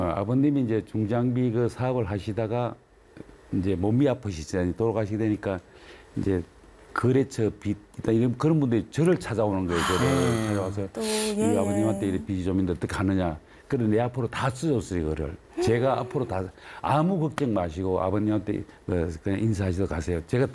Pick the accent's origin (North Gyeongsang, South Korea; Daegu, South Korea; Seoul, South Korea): North Gyeongsang, South Korea; Sangju; moved away; 제가 그 고향이 상주인데요. … 그래서 처음에 서울에서 고등학교를 졸업하고